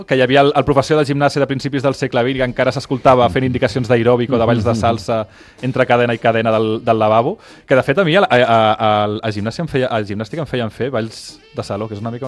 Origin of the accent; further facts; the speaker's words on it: Sabadell, Catalonia, Spain; jo sóc de Sabadell